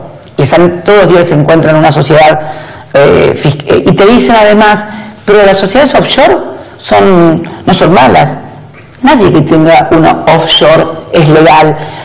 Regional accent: Argentina

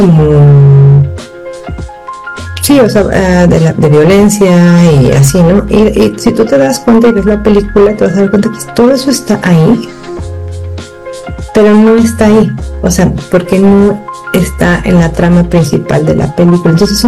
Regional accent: Mexico; en México, en mi país

